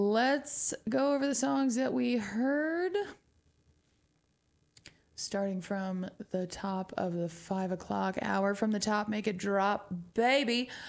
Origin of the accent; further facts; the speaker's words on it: New Mexico, United States; accent: twang; first language English; moved away as an adult; born here all my life, had to get the hell out of Dodge for a minute. And then I did, and I was like, wow, there are a lot of people out here. And I came back home. And now I am in one of the smallest places that I could find